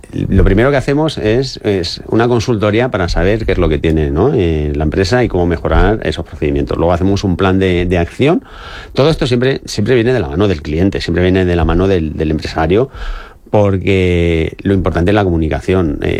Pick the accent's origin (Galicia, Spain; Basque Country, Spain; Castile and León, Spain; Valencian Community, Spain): Valencian Community, Spain; Aspe; Estamos en ASPE porque somos de allí, somos de ASPE